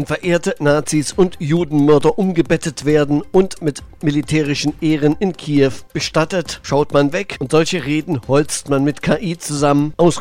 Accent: Thuringia, Germany; Ich komme ja aus Thüringen. Und dort haben wir einen lustigen Ministerpräsidenten.

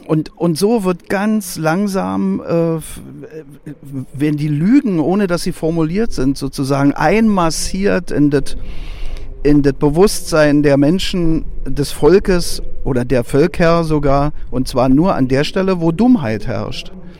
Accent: Germany; von wo kommst du denn? Aus Deutschland.

